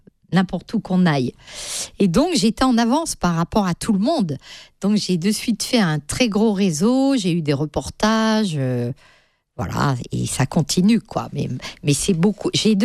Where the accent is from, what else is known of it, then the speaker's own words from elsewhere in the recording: Centre-Val de Loire, France; born there; Ah ben moi, je suis née en Sologne.